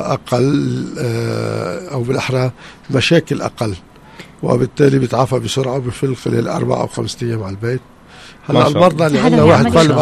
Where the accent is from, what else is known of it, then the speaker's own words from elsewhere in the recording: Lebanon; moved away as an adult; also born or lived in France; now in Sanaa, Yemen; أنا طبيب لبناني، جراح قلب، متخصص بجراحة القلب، خريج جامعات فرنسا